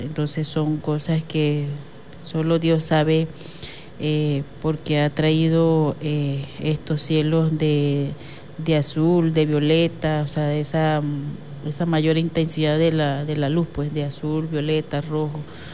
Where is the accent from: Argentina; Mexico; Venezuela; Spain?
Venezuela; los pueblos originarios de este municipio también pues damos esa solidaridad como hermandad, como venezolanos que somos.